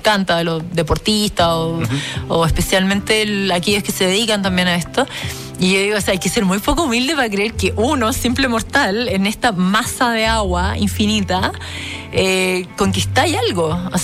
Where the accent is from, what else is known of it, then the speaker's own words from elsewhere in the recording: Chile; Es que yo creo que como chilenos tenemos una relación con la Antártica